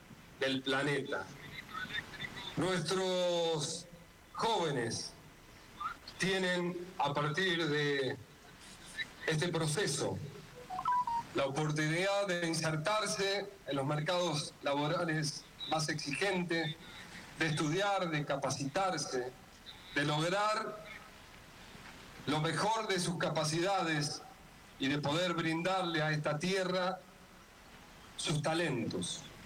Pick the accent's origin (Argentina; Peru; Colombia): Argentina; General Alvear, Mendoza; Los alvearenses podemos y tienen y hemos tenido la posibilidad de nacer en el mejor lugar del mundo para vivir.